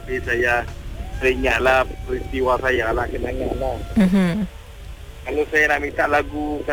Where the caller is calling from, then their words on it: Jeneri, Kedah, Malaysia; daripada Jeneri.